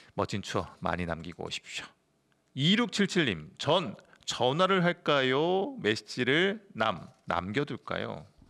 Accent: Jeonju, North Jeolla, South Korea; moved away; 전주는 또 제가 전주 출신이라

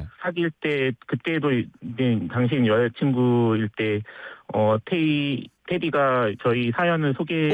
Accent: Gangneung, Gangwon, South Korea; born or raised there; now in Oksu-dong, Seoul, South Korea

